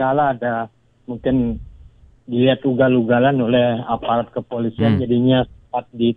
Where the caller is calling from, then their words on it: Mataram, West Nusa Tenggara, Indonesia; kampung saya ini kan di Jalan Udayana Dasanagung.